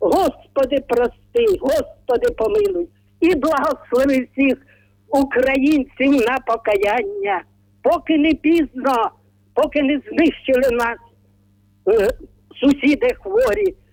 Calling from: Vorzel, Kyiv Oblast, Ukraine; Я із Ворзеля

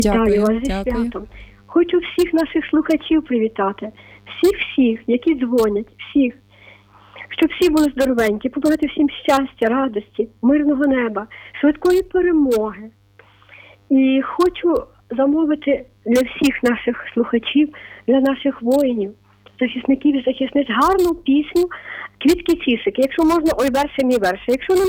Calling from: Lviv, Lviv Oblast, Ukraine; я зі Львова.

